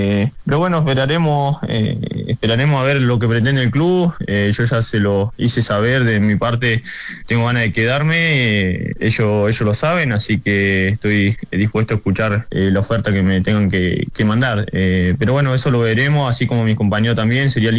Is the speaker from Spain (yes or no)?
no; Neuquén, Argentina; Sí, la verdad que soy de Neuquén, pero se me ha pegado un poquito la tonada. Es difícil todo el día escuchando a los cordobeses que no se te pegue un poco.